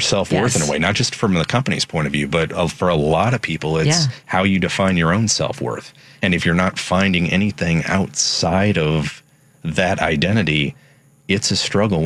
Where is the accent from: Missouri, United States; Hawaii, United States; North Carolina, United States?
Missouri, United States; St. Louis; St. Louis.